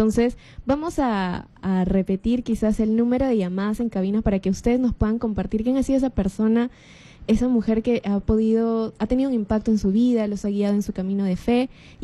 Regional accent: Lima, Peru; also born or lived in Trujillo, Peru; Nosotros con mi familia, nacimos en Trujillo, pero nos mudamos acá en Lima

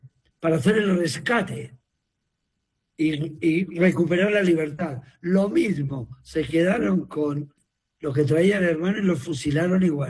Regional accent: Spain; now in Argentina; siendo español

